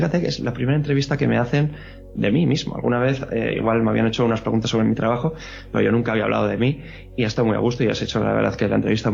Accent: Vitoria, Basque Country, Spain; yo soy del País Vasco

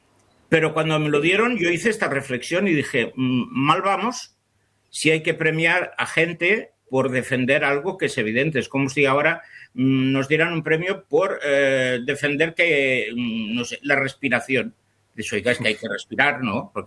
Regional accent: Spain; me parece como español horroroso

